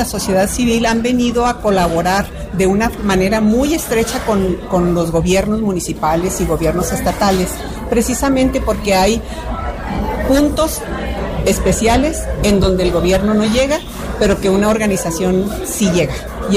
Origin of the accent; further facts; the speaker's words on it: Durango, Mexico; Durango, a la orden.